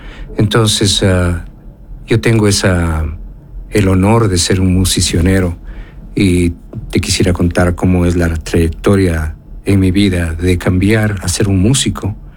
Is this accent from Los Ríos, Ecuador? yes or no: no; Quito, Pichincha, Ecuador; also born or lived in Cuenca, Ecuador; now in United States; Yo nací aquí en Cuenca, pero cuando tuve un año de haber nacido, me llevaron a Quito a vivir en la capital.